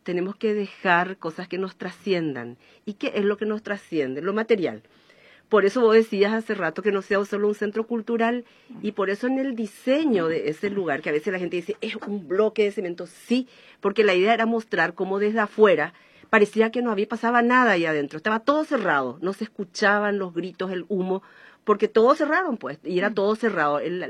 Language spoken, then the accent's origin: Spanish; Trinidad, Asunción, Paraguay; el 80% de los afectados somos de Trinidad.